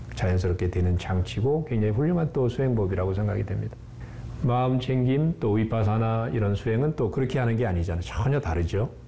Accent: Cheongju, North Chungcheong, South Korea; 제가 고향이 저 충북 청주인데

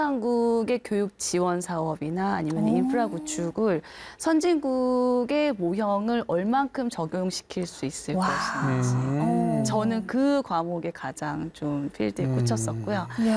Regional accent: South Korea; 저는 한국인이고 대한불교 천태종 구인사 신도입니다.

